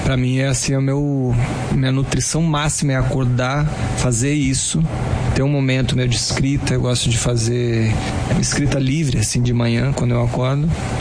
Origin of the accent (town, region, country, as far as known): Rio Grande do Sul, Brazil; born or raised there; also born or lived in Brasília